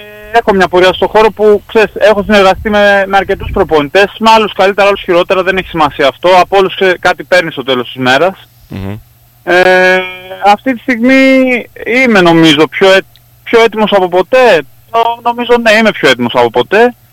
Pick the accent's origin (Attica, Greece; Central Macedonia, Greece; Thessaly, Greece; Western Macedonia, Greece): Central Macedonia, Greece; Thessaloniki; έχω φίλους εδώ πάρα αρκετούς, επειδή είμαι και από Θεσσαλονίκη